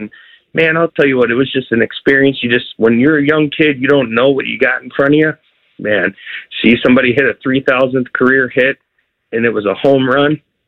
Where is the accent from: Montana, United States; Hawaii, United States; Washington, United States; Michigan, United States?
Michigan, United States; Detroit; also born or lived in Florida, United States; And I'm from Detroit, Michigan, and I can't be with my father today, but we love baseball and we love the Tigers.